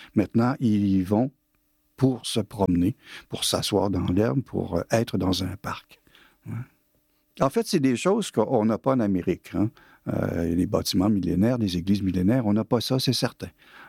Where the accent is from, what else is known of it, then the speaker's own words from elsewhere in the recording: Quebec City, Quebec, Canada; moved away as an adult; now in Caen, France; ma ville natale, Québec, que j'adore, puis dont je m'ennuie souvent